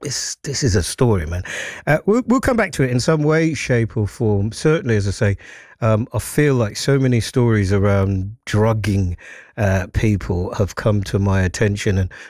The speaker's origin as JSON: {"language": "English", "region": "London", "country": "United Kingdom", "said": "But I am, as a Londoner"}